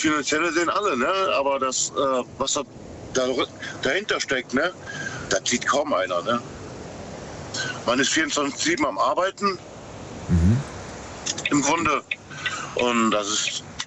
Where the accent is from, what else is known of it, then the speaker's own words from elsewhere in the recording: Rhineland, Germany; Also ich bin ein Rheinländer, bin eigentlich zu 90% immer gut gelaunt.